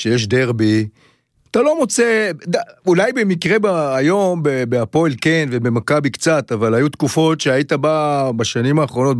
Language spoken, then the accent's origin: Hebrew; Tel Aviv, Tel Aviv District, Israel; born there; אני תל אביבי, נולדתי בתל אביב